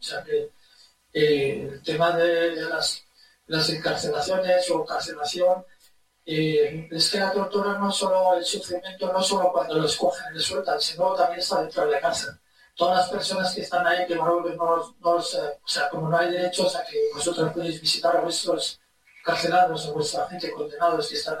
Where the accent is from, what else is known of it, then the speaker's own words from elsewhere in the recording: Rif, Morocco; moved away; soy del norte, de Rifi, especialmente, soy de la zona de Rifi y Refino, de Visa.